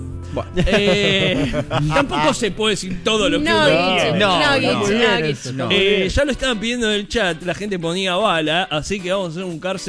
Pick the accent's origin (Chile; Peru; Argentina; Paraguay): Paraguay; En Paraguay, mi tierra natal